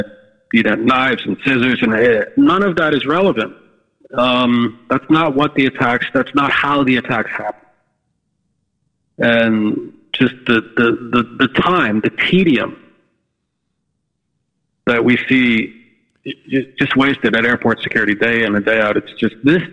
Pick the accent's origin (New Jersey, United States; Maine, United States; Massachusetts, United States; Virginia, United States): Massachusetts, United States; Boston; here at the at my hometown airport, Boston Logan, where two of the four hijacked planes departed from, there's a beautiful 9/11 memorial.